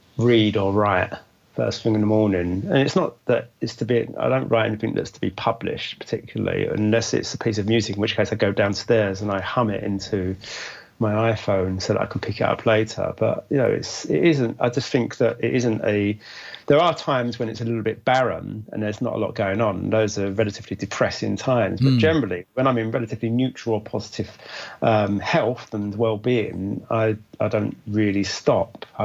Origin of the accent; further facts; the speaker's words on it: London, United Kingdom; I grew up in London, and that's what I know. I know East London, yes. West London, Central London, South London.